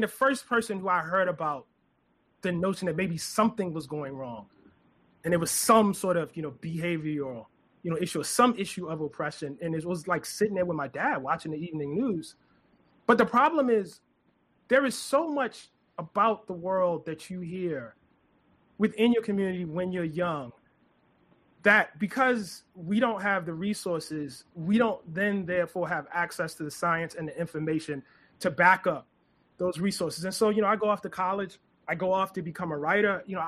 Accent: Baltimore, Maryland, United States; accent: Baltimore; my Baltimore accent

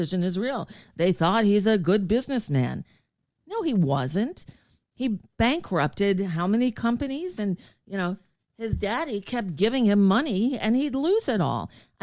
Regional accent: New York, United States; moved away; also born or lived in Florida; in the 80s, I lived in New York. I mean, I grew up in New York and then moved to Florida, moved back to New York when I started in radio.

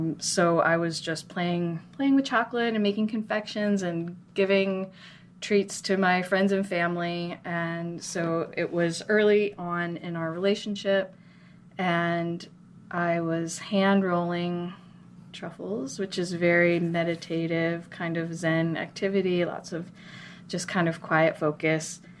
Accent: Minnesota, United States; also born or lived in Costa Rica; now in Asheville, United States; I grew up in Minnesota. I had no intention to live in the South

